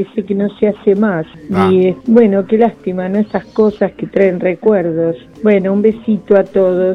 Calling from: Buenos Aires, Argentina; de Recoleta.

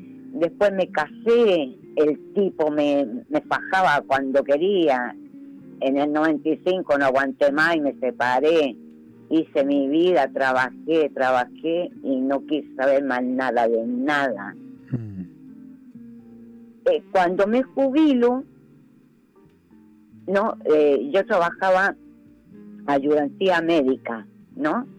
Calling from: Buenos Aires, Argentina; de Caballito.

